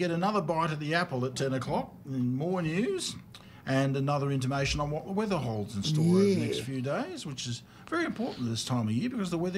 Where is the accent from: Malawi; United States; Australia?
Australia; I'm Australian climate, we're still getting used to it, and we've been here for nearly 180 years